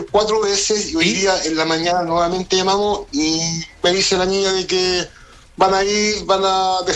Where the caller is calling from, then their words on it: Valparaíso, Chile; vivo yo en Placeres